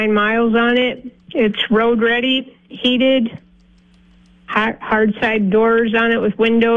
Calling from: Yankton, South Dakota, United States; from Yankton.

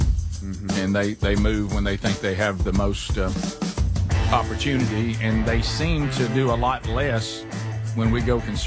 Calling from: United States

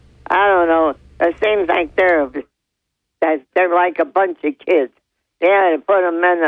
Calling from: Dickinson, New York, United States; from town of Dickerson.

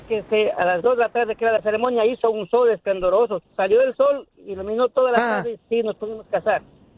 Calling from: Ecuador; somos de Ecuador nosotros.

